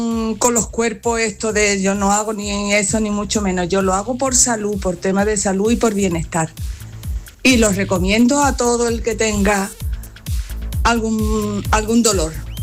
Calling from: Algeciras, Andalusia, Spain; de Algeciras. Yo tengo 65 años.

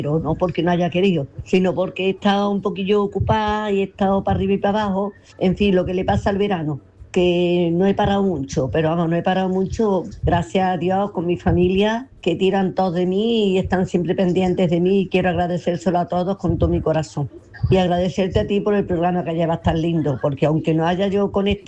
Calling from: Córdoba, Andalusia, Spain; de Córdoba.

